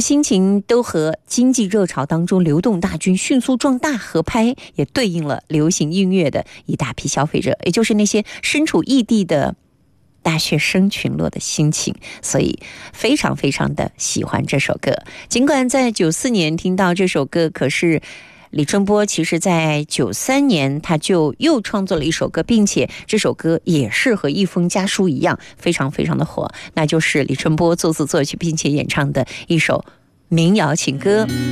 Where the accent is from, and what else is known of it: China